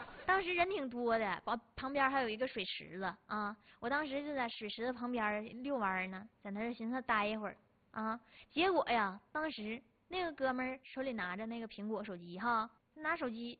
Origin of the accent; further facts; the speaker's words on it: China; 我们中国人